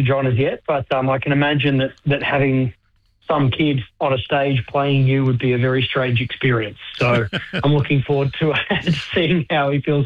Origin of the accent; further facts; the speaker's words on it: Australia; I think that he's important to us as a human, as an Australian.